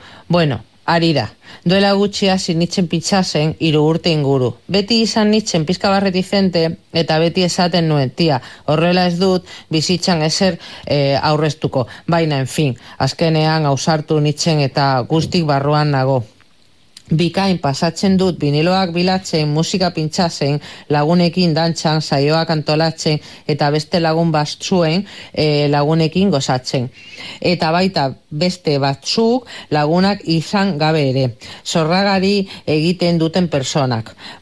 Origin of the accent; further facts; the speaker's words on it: Badajoz, Extremadura, Spain; moved away as an adult; now in Basque Country, Spain; Badajosekoa naiz, aunque dagoeneko 8 urte inguru daroa da hemen Euskal Herrian. Hau da nire etxea